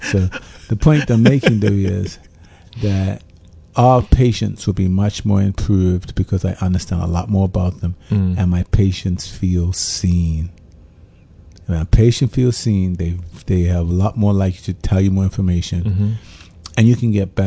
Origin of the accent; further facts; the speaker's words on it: Bermuda; growing up in Bermuda